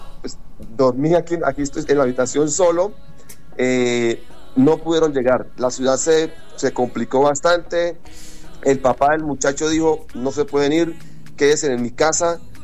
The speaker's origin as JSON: {"language": "Spanish", "country": "Colombia"}